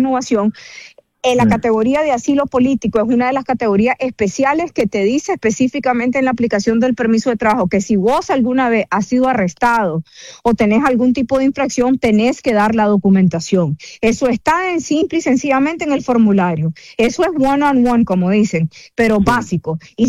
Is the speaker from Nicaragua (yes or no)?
yes; Nicaragua; moved away as an adult; Bueno, pues yo vivo aquí desde hace 20 años, pero voy todo el tiempo a Nicaragua y mis papás, mis hermanos, todos viven allá y yo me crié allá. Incluso yo soy abogada, tengo 43 años y a los 23 me vine de Nicaragua y me quedé aquí